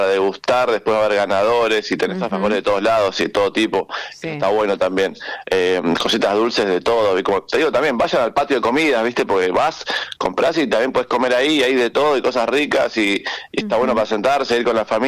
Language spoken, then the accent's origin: Spanish; San Carlos de Bariloche, Río Negro, Argentina